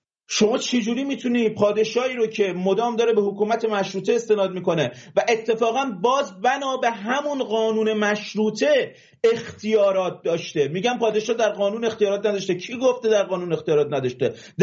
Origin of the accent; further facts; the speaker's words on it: Mazandaran, Iran; من حالا تو ذکر کردی به من چون بچه مازندرانم، این مازندرانی ها واقعا ناخواسته صداشو میره بالا.